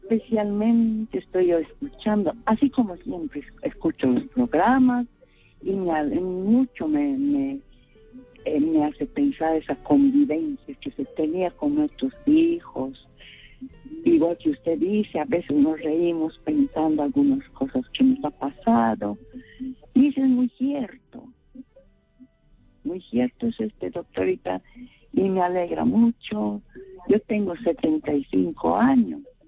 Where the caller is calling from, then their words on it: Tarapoto, San Martín, Peru; Estoy llamando de Tarapoto, San Martín.